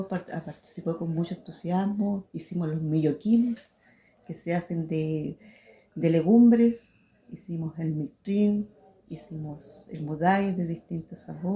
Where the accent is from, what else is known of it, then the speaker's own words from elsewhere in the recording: Temuco, Araucanía, Chile; vengo de Temuco y yo me dedico a la gastronomía mapuche